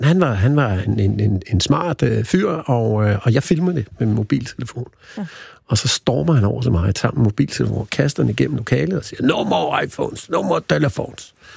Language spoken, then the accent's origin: Danish; Næstved, Zealand, Denmark; Nej, jeg er fra Næstved